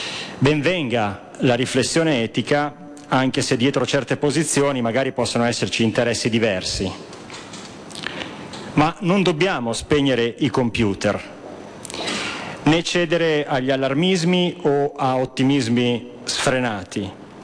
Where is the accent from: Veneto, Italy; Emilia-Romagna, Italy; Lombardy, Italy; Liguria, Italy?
Emilia-Romagna, Italy; Bologna; da bolognese particolarmente caro anche perché è stato il mio pastore, il cardinale Giacomo Biffi.